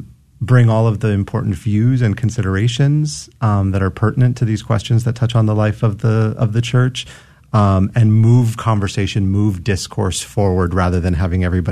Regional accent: San Antonio, Texas, United States; I'm born and raised in San Antonio, Mexican-American Catholic, right? I'm part of the life of the church in San Antonio.

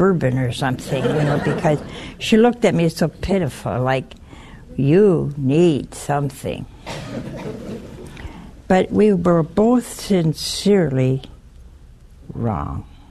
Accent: Ohio, United States; we came from Ohio. We've been here almost 40 years. And I have people here I love, but I didn't know them in Ohio.

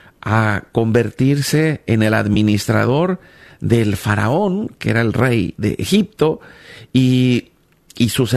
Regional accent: Guatemala; now in Spain; Yo vengo de Guatemala

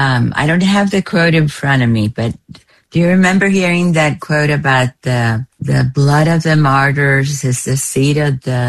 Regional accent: Cuba; first language Spanish; English is a second language; moved away; I'm Cuban and I've traveled throughout Latin America. Spanish is my first language.

